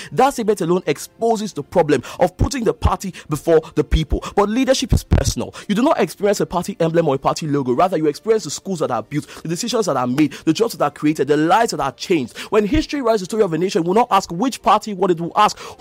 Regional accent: Nigeria; My home country, Nigeria

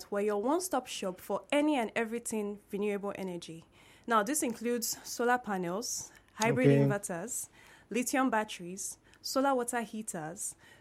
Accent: Warri, Delta, Nigeria; I'm from Delta State, Warri.

